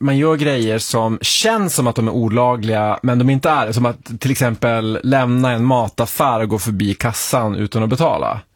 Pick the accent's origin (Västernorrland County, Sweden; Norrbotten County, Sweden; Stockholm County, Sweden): Norrbotten County, Sweden; Luleå; Ja, men jag kommer från Luleå, säger jag.